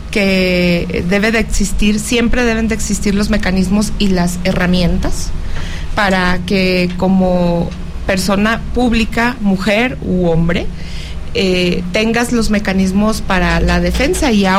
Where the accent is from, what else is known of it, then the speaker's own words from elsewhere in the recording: Mexico; Yo solamente ejercí un derecho que tengo como ciudadana mexicana